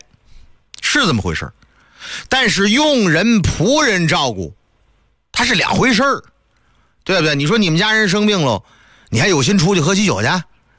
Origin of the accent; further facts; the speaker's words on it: Northeast China, China; 你比如说吧，啊，我是东北人啊，我家里边有非常重要的亲属啊